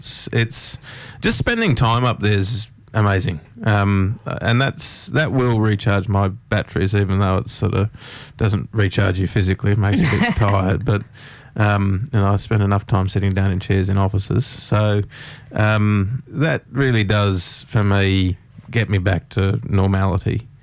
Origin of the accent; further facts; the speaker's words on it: Hunters Hill, New South Wales, Australia; also born or lived in Queensland; when I came back from Queensland, I sort of, all my mates had gone from Hunters Hill, they'd all left.